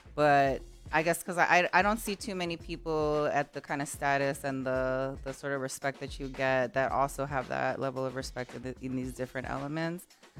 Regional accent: East Coast, United States; I'm an East Coast person

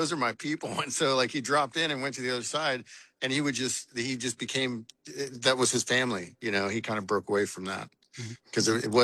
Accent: Texas, United States; but growing up in Texas, it was always like big boys, you know?

